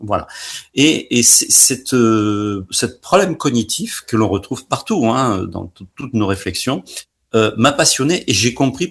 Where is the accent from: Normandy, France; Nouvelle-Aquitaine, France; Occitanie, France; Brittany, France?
Occitanie, France; Perpignan; born or raised there; moved away as an adult; also born or lived in Jura / Paris; now in Perpignan, France